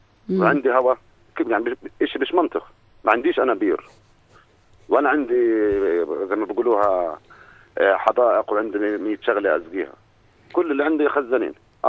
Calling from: Amman, Amman Governorate, Jordan

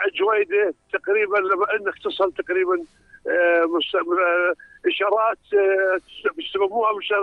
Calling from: Amman, Amman Governorate, Jordan; بحكي معك تقريبا من ابو علنده، يعني بين الجويده وابو علنده

